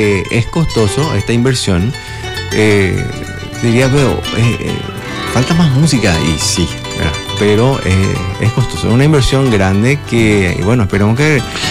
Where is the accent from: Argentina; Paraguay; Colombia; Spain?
Paraguay; nosotros como artistas paraguayos